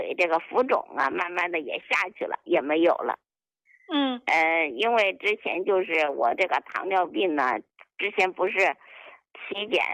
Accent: Anshan, Liaoning, China; 哎，我是鞍山的。

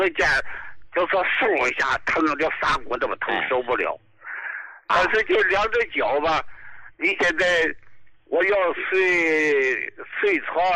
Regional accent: Dalian, Liaoning, China; 我是大连的哈，就在医大二院的

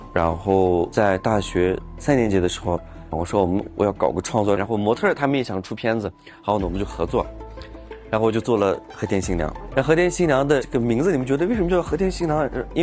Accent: Aksu, Xinjiang, China; moved away as an adult; 我是阿克苏人，土生土长的阿克苏人。

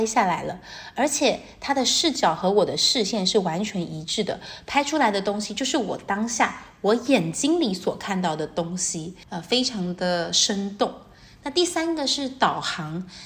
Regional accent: Taiwan; now in Hangzhou, China; 我是来自宝岛台湾，现在杭州的

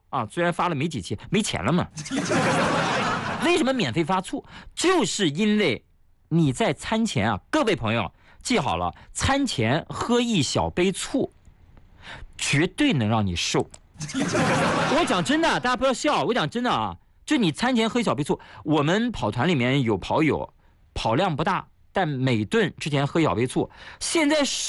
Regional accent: Shanxi, China; 我山西人啊

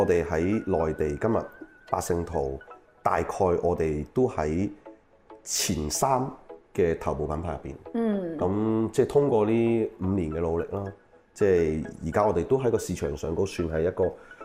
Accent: China; 即證明即我哋中國人的需求是往上

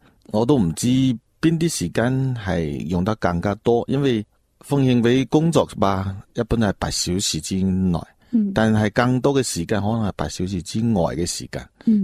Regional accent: Lingnan, China; 我自细到大生于岭南，长于岭南，喺呢一片山水土地啊培育咗我，所见所闻都系岭南嘅嘢最多。

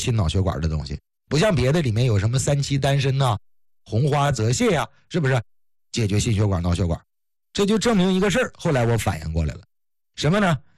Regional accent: Northeast China, China; 但是越往北，像我们东北老家，那老家经常有句话嘛，说走在街上不咳嗽的都好人。

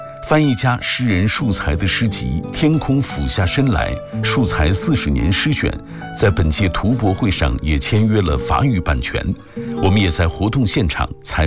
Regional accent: China

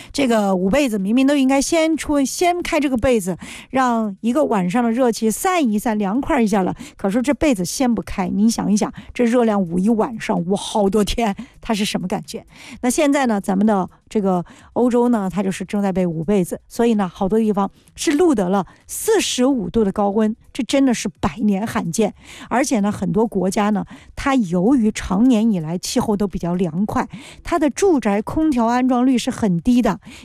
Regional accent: China; 我们中国人有句话叫什么？

